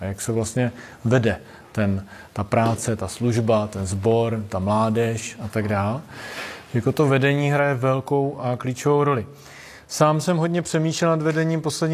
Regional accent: Brno, South Moravian Region, Czechia; Jsem původně z Brna

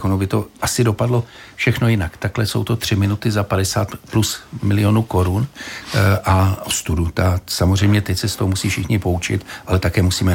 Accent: Prague, Czechia; já tím, že jsem z Prahy 10, tak jsem se vybíral mezi Bohemkou a Slavií samozřejmě

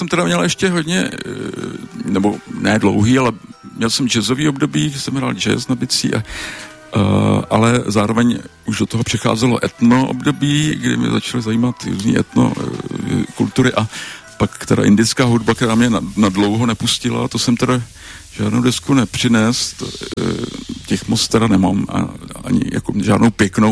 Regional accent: Plzeň, Plzeň Region, Czechia; Já jsem totiž z Plzně a tam je ta kultura převážně teda Big Beatová a pivní

